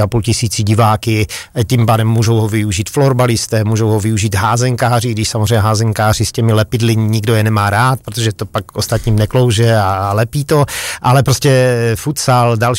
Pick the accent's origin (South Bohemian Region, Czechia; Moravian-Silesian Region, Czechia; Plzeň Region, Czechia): Moravian-Silesian Region, Czechia; Frýdek-Místek; moved away as an adult; now in Ostrava, Czech Republic; já nejsem rodák. Já jsem do Ostravy přivandroval, sice jsem z Vítku Místku, ale přivandroval jsem v nějakých 22 letech a v podstatě musím říct, že dneska jsem Ostravák.